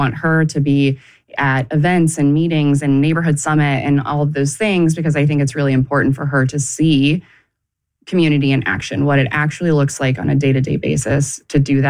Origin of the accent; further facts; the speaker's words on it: Florida, United States; So I grew up in Florida and in an environment where my parents weren't joiners.